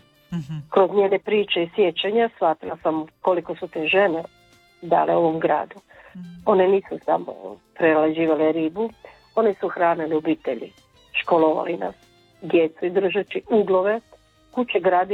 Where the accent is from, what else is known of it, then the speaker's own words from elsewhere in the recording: Rovinj, Istria County, Croatia; Ja sam rođena u ulici u Rovinju u Augusto Feri